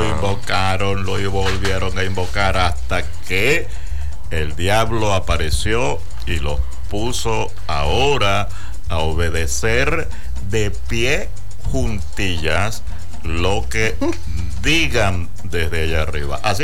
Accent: Venezuela

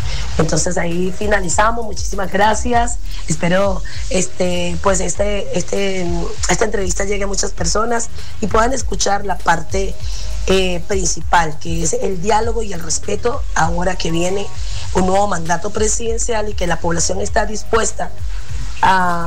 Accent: Venezuela; now in Quibdó, Colombia; soy venezolana residente en la ciudad de Quibdó, en el departamento del Chocó, Pacífico colombiano.

